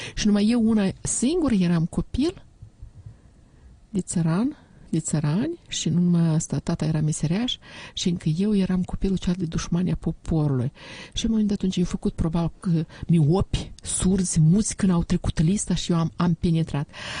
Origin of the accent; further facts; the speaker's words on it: Chirileni, Ungheni District, Moldova; moved away; din Chirileni